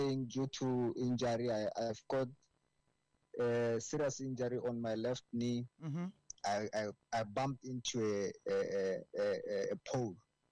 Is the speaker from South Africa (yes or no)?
yes; Polokwane, Limpopo, South Africa; coach and founder of Young Pleasant Football Club. Mm-hmm. I come from Polokwane, but outside town, Hamalepo Arampiri.